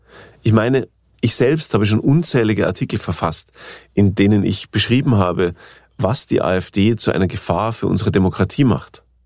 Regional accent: Ingolstadt, Bavaria, Germany; Ich komme, wie gesagt, aus Bayern, aus Ingolstadt, das hört man vielleicht auch.

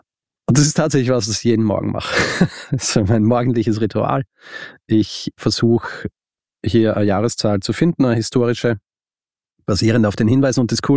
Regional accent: Austria; Genau, kein Radio, und ich bin Österreicher, und ich sage halt, ich spreche halt so einen Buchstaben aus, wie da steht, nicht?

